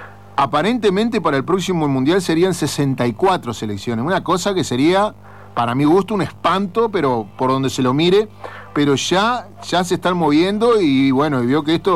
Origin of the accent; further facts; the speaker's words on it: Uruguay; todos somos uruguayos